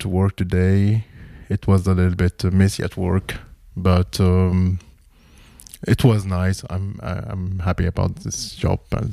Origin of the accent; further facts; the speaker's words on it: Cairo, Cairo Governorate, Egypt; now in Leipzig, Germany; I come from Cairo, Egypt, and I live in Leipzig since 6 years and a half, something like that.